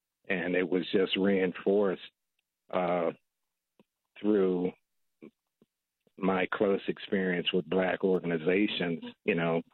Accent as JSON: {"language": "English", "town": "Washington", "region": "District of Columbia", "country": "United States", "tie": "born or raised there", "said": "I grew up in the Washington, D.C. area"}